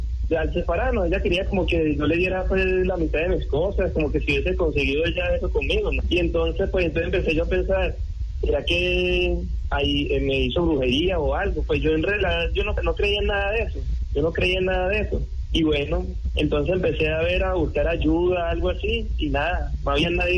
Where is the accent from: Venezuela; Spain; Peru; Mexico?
Venezuela; moved away; Yo me vine hace 5 años de Venezuela. Entonces yo me vengo de Venezuela, pues, por la situación.